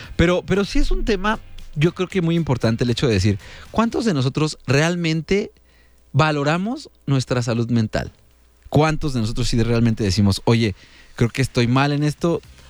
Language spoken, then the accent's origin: Spanish; Mexico